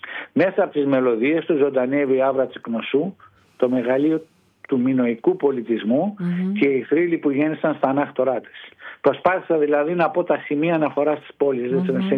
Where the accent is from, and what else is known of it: Heraklion, Crete, Greece